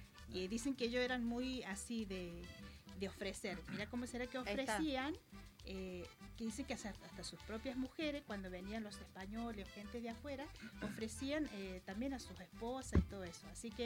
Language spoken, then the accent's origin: Spanish; San Luis, Argentina; also born or lived in San Martín, Mendoza; yo me he criado acá y bueno, conozco todo San Luis, la ciudad.